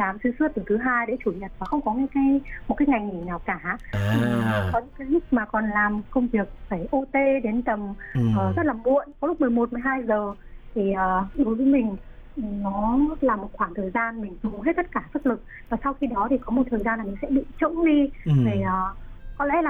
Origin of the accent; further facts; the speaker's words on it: Lạng Sơn, Vietnam; Mình quê ở Lạng Sơn.